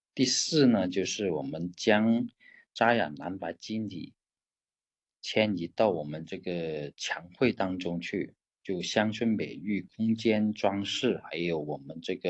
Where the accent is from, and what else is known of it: China